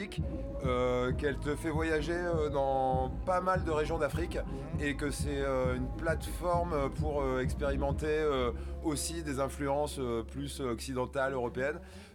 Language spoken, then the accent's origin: French; Toulouse, Occitanie, France; Alors, attends, c'est une ville pas très loin. Une grosse ville, quand même, hein.